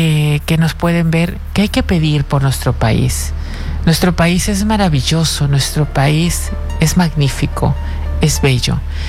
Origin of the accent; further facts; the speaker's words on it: Peru; como peruana también tengo que hacer una pequeña mención